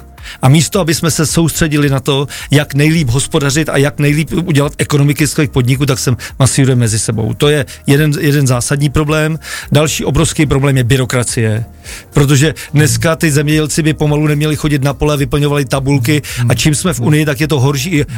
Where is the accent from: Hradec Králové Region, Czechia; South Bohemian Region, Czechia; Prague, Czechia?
Prague, Czechia; já jsem kluk z Prahy, který jsem narodil v Praze, měl jsem rodiče v Praze